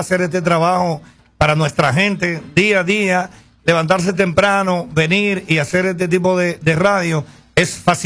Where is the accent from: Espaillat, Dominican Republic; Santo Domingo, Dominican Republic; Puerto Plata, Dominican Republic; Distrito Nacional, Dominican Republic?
Espaillat, Dominican Republic; Gaspar Hernández; now in Puerto Rico; allá en mi pueblo natal, Gaspar Hernández